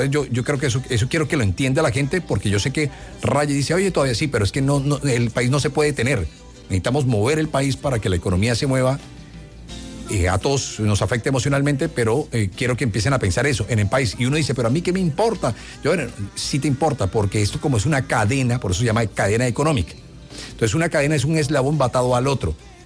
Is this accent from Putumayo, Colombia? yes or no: no; Barranquilla, Atlántico, Colombia; Bueno, yo no sé si la gente sabe, pero yo soy de Barrio Abajo.